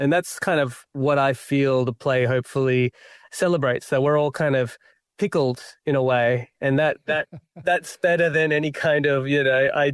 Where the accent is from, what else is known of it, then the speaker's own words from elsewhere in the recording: Perth, Western Australia, Australia; I'm Sri Lankan Tamil, and I was born in Perth, but my parents, they were, they're migrants. And so, you know, they lived during the Sri Lankan Civil War. And so they've fled Sri Lanka. And then, you know, I grew up in Perth